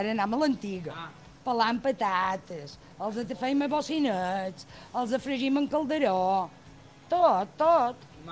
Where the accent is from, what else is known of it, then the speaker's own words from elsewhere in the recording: sa Pobla, Balearic Islands, Spain; jo som poblera